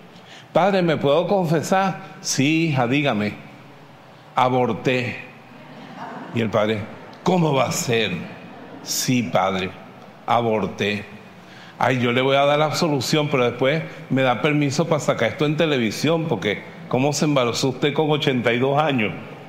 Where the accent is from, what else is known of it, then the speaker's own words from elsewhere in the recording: Costa Rica; Además, vengo de Costa Rica. Allá cuando uno cumple 60 años, ya no paga impuestos, ni autobús, ni nada.